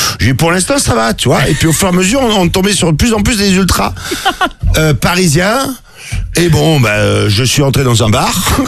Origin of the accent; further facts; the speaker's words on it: Marseille, Provence-Alpes-Côte d'Azur, France; Et moi autant je suis Marseillais, j'ai roulé sans assurance, sans casque jusqu'à l'âge de 20 ans.